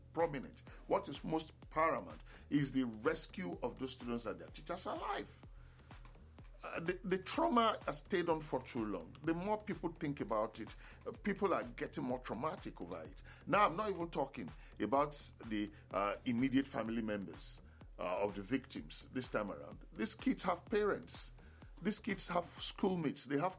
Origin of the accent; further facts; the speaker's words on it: Nigeria; I'm feeling it too as a Nigerian